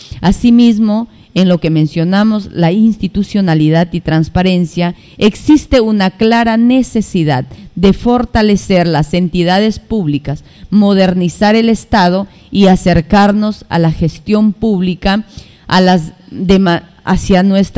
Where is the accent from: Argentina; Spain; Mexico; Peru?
Peru; nosotros como buenos vecinos, buenos peruanos